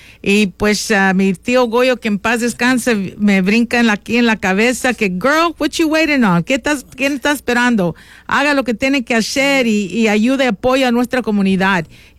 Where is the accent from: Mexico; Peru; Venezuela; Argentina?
Mexico; now in United States; aunque somos mexicanos, estamos aquí en un país de libertad